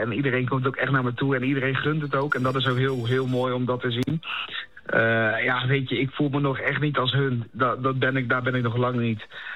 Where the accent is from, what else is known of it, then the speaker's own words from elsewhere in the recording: Netherlands; Ook puur omdat, ik ben een Nederlander en Engels kan ik niet zo goed.